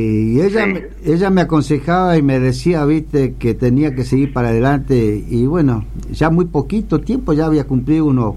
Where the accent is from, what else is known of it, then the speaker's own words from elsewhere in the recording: Santa Silvina, Chaco, Argentina; also born or lived in Santiago del Estero; Yo soy nacido en Santa Silvina, estoy criado entre mojones, entre Santiago y el Chaco.